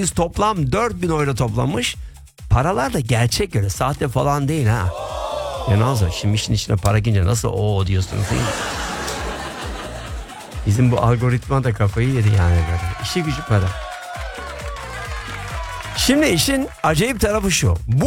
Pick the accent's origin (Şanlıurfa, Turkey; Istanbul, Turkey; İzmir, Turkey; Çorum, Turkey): İzmir, Turkey; Izmir; also born or lived in Ankara; now in Berlin, Germany; Babam Nevşehirli, annem Tokatlı. Ben Ankara'da doğdum. İzmir'de büyüdüm. Büyümeye çalıştım yani. 1.73'te kaldım. Ve Berlin'de yaşıyorum.